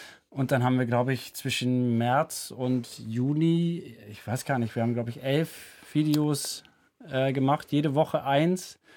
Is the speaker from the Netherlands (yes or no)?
yes; Netherlands; German is a second language; moved away; ich als Niederländer bin immer ein bisschen verwirrt, weil ich würde immer Schlagzeug sagen.